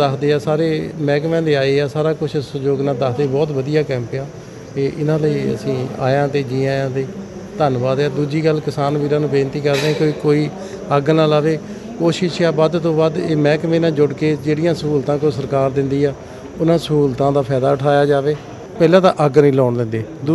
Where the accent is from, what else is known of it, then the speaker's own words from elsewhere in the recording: Mehmadpur, Punjab, India; ਮੇਰਾ ਪਿੰਡ ਮਹਿਮਦਪੁਰ, ਮੈਂ ਸਰਪੰਚ ਮਹਿਮਦਪੁਰ ਤੋਂ।